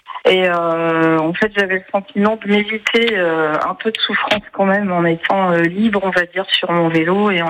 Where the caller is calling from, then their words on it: Nantes, Pays de la Loire, France; Nantes, enfin, Saint-Pierre-Blain